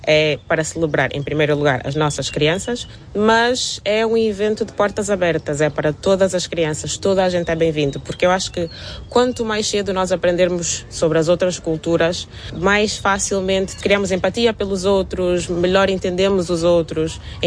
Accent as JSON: {"language": "Portuguese", "country": "Angola", "said": "Ora bem, de Angola nós vamos ter um que eu gosto muito. Eu não era muito boa a jogar, mas era o meu favorito"}